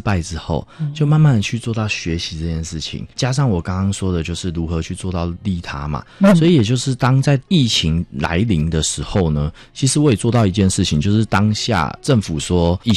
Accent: Taiwan; 我们台湾人更喜欢火味，

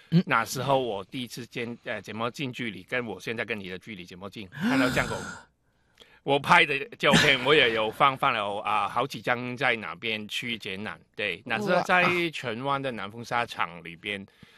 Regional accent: Hong Kong; accent: Cantonese-accented Mandarin; Chinese is a second language; moved away as an adult; now in Taiwan; 我是从香港过来的。就是我之前在台湾念书，后来回香港就是2年多之后就还是过来台湾了，就现在已经定居台湾。

